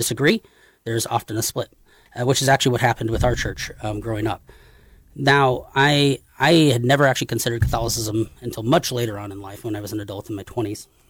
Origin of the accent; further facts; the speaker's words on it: Norfolk, Nebraska, United States; born there; I was born in Norfolk, Nebraska, and my parents were Protestant and evangelical, non-denominational